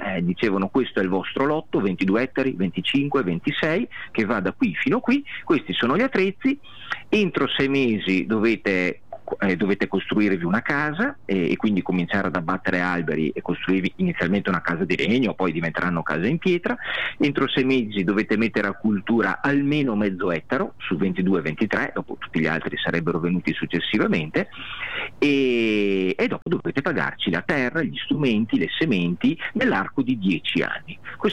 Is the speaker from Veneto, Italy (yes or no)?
yes; Veneto, Italy